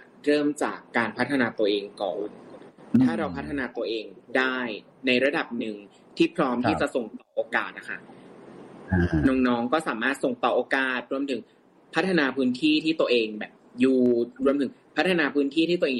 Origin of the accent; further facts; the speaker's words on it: Phayao, Thailand